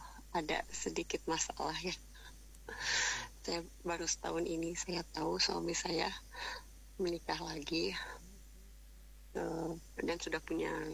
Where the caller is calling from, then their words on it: Bandung, West Java, Indonesia; Saya dari Bandung.